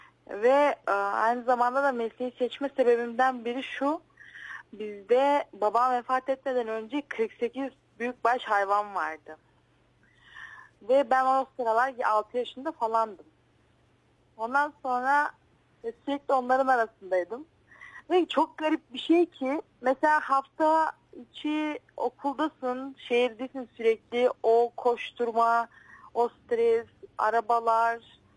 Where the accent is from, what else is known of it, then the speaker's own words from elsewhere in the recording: Razvigorovo, Shumen Province, Bulgaria; Evet, evet, şehir kızıyım ama köylerinden. Yani küçükken bu kreş, işte okula çıkmadan önce köyde büyüdüm.